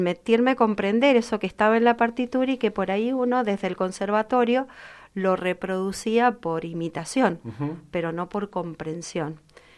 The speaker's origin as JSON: {"language": "Spanish", "country": "Argentina", "said": "En algo, como argentinos tenemos, descollamos."}